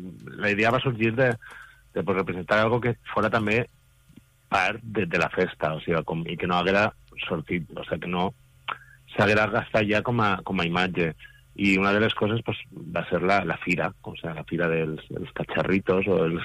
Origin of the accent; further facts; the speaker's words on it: Guardamar del Segura, Valencian Community, Spain; que també la pots trobar en el meu poble, en Guardamar, i allà era el màster.